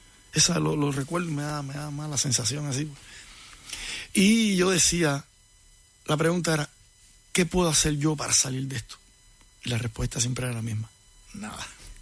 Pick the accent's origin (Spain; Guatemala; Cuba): Cuba; En Cuba, en mi pueblo, ahí, uno de los líderes más grandes o que más mediático era en la oposición en Cuba era de mi pueblo